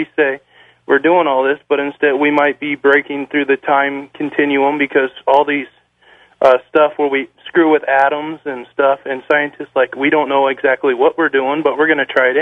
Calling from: United States; I'm from the Tri-Cities.

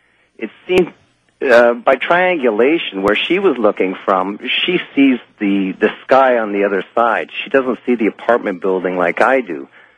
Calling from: Toronto, Ontario, Canada; I'm calling from Toronto, Canada.

